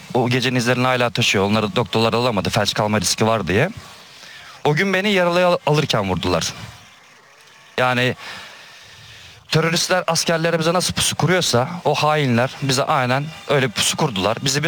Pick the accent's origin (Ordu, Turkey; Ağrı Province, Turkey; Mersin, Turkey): Ordu, Turkey; Annemler de o zaman memleketteydi. Ordu'daydı. Orduluyum ben.